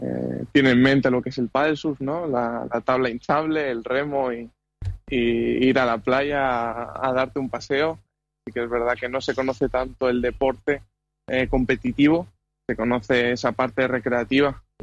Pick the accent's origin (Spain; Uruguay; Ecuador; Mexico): Spain; Santa Pola, Valencian Community; soy un chico de Elche, de Santa Pola